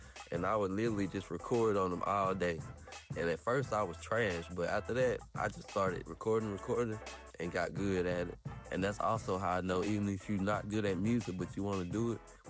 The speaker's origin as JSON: {"language": "English", "region": "South Carolina", "country": "United States", "tie": "born or raised there", "said": "growing up in South Carolina with no help, really."}